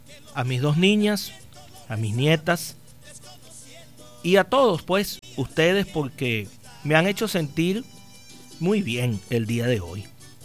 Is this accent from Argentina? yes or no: no; Altagracia de Orituco, Guárico, Venezuela; la ciudad de Altagracia y Orituco, al municipio José Tadeo Monagas, que es donde vivo, que es donde he crecido profesionalmente, donde crecí, donde me gradué en el liceo, luego en el Liceo Buena Hora, nací en el Hospital Dr. José Francisco Torrealba un 28 de septiembre